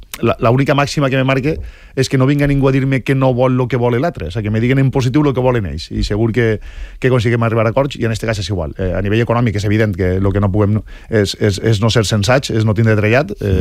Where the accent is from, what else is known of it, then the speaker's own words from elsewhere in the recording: Gavarda, Valencian Community, Spain; jo vaig néixer en Gavarda